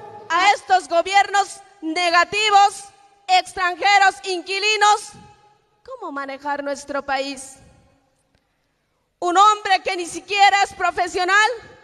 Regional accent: Bolivia; como bolivianos, nacidos en esta tierra

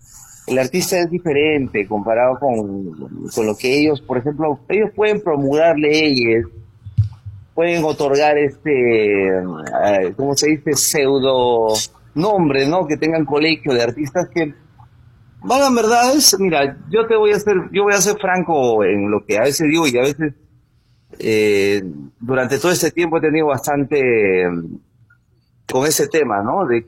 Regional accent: Huánuco, Peru; me siento orgulloso de poder representar a Guano

